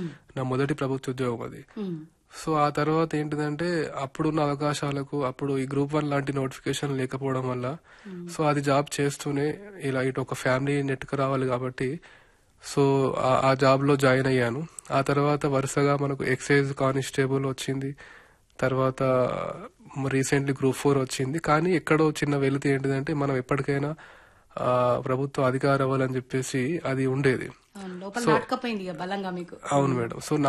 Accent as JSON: {"language": "Telugu", "town": "Adilabad", "region": "Telangana", "country": "India", "tie": "born or raised there", "also_born_or_lived": "Pipparwada village / Bodhan / Hyderabad", "said": "మా స్వగ్రామం వచ్చేసి పిప్పర్వాడ విలేజ్, ఇప్పుడు ప్రస్తుతం బోరజ్ మండల్లో ఉంది. కానీ చిన్నప్పటి నుంచి ఇక్కడే స్కూల్ లెవెల్లో ఆదిలాబాద్ లో ఉండడము"}